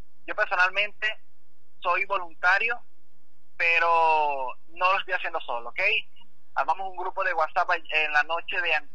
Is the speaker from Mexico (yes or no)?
no; Venezuela; Aquí somos venezolanos.